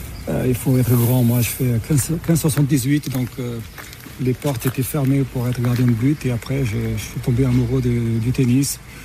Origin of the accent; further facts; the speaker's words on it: Lisbon, Portugal; moved away as an adult; also born or lived in Mozambique; now in France; oui, je suis portugais d'origine, portugais, pied noir portugais, donc portugais né en Afrique, au Mozambique. Grandi à Lisbonne et je vis en France depuis 1996.